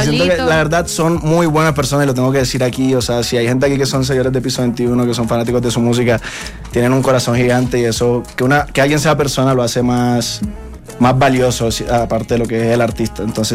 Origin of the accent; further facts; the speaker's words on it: Barranquilla, Atlántico, Colombia; moved away as an adult; now in Bogotá, Colombia; Sí, yo soy de Barranquilla.